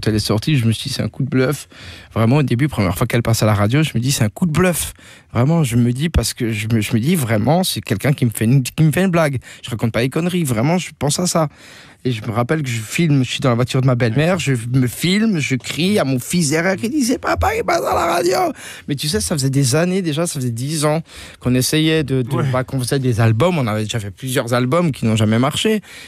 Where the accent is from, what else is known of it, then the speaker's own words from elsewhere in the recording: Grand Est, France; moved away as an adult; moi je suis d'Alsace et puis ça me fait bizarre de voir autant de gens dans la rue